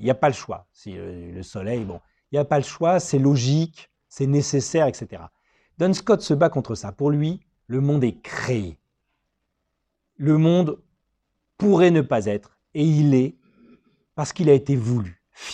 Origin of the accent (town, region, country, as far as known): Metz, Grand Est, France; born there